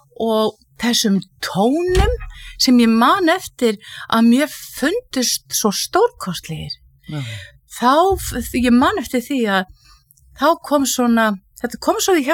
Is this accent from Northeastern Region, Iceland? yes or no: no; Hvolsvöllur, Southern Region, Iceland; En ég fædd og uppalinn í Rangárvallasýslunni og að mestu leiti á Hvolsvelli.